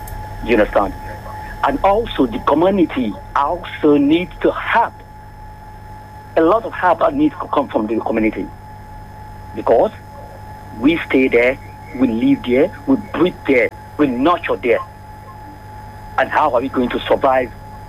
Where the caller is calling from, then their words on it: Amsterdam, North Holland, Netherlands; from Amsterdam.